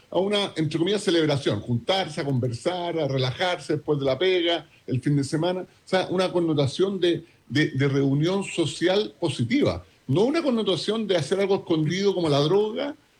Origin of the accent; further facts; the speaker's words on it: Chile; Somos grandes en la industria del vino, y cada botella de vino, somos grandes embajadores de Chile en todo el mundo